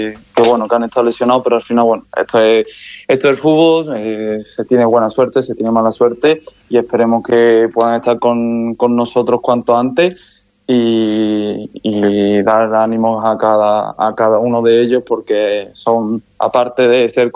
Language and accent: Spanish; Huelva, Andalusia, Spain; also born or lived in Galicia / Burgos / Madrid; de donde yo vengo, de Huelva, por el tema de tiempo, de playa, pero he estado en Galicia, he estado en Burgos, he estado también viviendo en Madrid